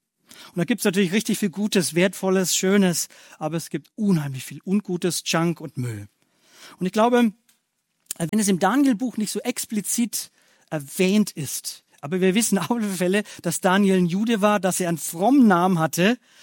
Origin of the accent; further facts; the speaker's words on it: Bavaria, Germany; Bei mir, ich komme so aus dem Bayerischen, Fränkischen, habe ich ja schon gesagt, da hieß es immer, was sagt Leute?